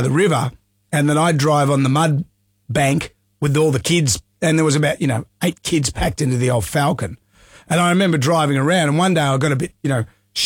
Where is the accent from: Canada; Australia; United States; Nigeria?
Australia; No, I'm just Australian